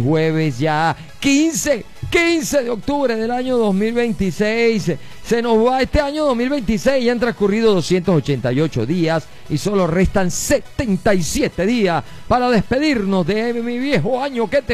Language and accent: Spanish; Carúpano, Sucre, Venezuela; now in Ciudad Guayana, Venezuela; desde Carúpano, Estado Sucre, nos está saludando mi tierra Carúpano, allá en Sucre